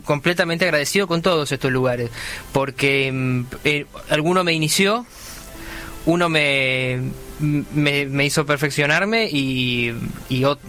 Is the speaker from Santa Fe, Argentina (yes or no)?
yes; Avellaneda, Santa Fe, Argentina; born there; also born or lived in Vera y Pintado, Santa Fe / Salta; now in Buenos Aires, Argentina; yo nací en Avellaneda, en provincia de Santa Fe, mi familia es de Reconquista, después me mudé a un pueblo más chico que se llama Vera y Pintado, un pueblo de 800 habitantes